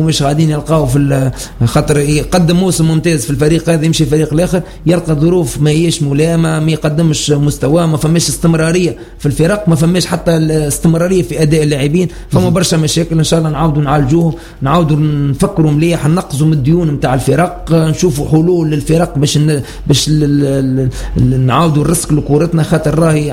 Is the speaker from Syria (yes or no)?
no; Tunisia; احنا كشعب تونسي